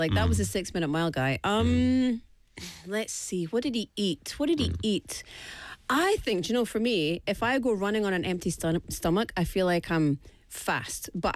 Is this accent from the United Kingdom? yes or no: yes; United Kingdom; because I'm British, so it's something that's come out every year for as long as I can remember.